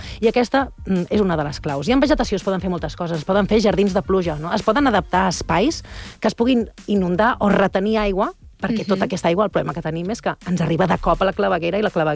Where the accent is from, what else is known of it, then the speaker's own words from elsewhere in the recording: Sant Andreu, Catalonia, Spain; jo sóc de Sant Andreu